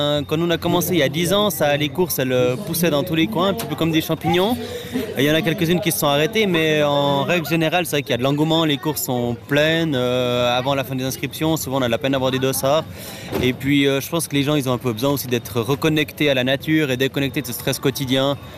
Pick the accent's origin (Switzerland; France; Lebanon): Switzerland; Charmey, Fribourg; je viens de Charmaisan